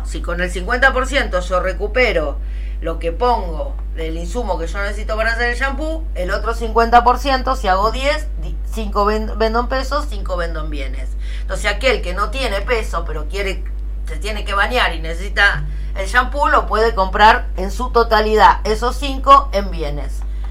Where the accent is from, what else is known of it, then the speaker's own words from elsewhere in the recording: Argentina; los valores solidarios que tenemos como argentinos